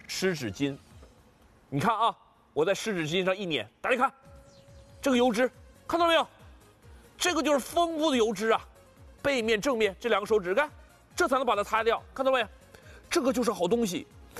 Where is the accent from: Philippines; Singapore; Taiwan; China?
China; 九大仙草里边，我们中国人都听到过灵芝